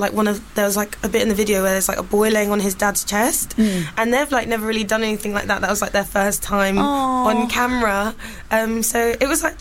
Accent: United Kingdom; also born or lived in United States; I was living in the UK. That's where I was born in America, but I grew up here and lived here, like, from, like, 3 years old.

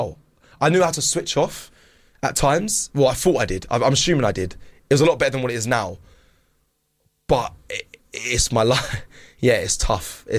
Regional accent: London, United Kingdom; born there; now in Surrey, United Kingdom

